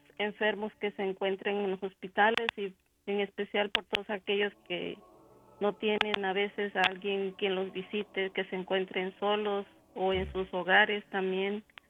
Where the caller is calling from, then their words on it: Mexico; Nosotros como mexicanos sabemos esa situación